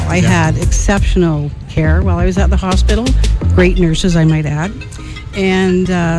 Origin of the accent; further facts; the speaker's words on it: Parry Sound, Ontario, Canada; moved away as an adult; now in Goddard; Originally, I grew up in Parry Sound.